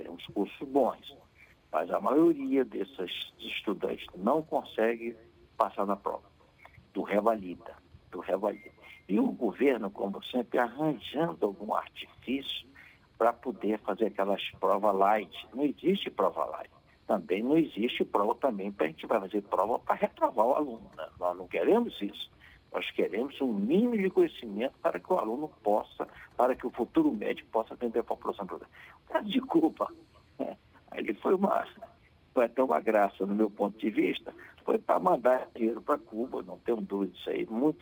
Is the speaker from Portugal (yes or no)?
no; Rondônia, Brazil; also born or lived in Belém, Pará; vai lá para Rondônia, trabalhar lá e verificar como você veja a deficiência no setor dos hospitais públicos do meu estado.